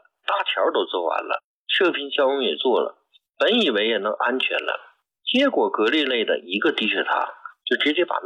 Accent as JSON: {"language": "Chinese", "country": "China"}